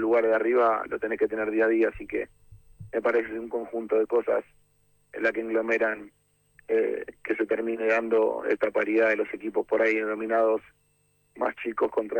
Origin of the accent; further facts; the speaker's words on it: Argentina; es algo que teníamos nosotros como argentinos